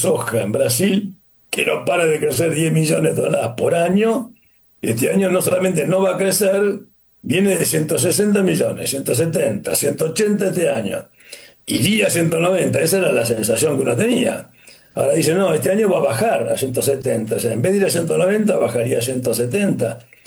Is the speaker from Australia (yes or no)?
yes; Australia; Spanish is a second language; Para el resto del mundo, yo vengo de Australia, para los australianos el niño es un drama